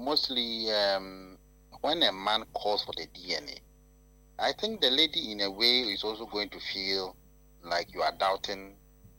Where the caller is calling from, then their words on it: Kumasi, Ashanti, Ghana; from KNUST.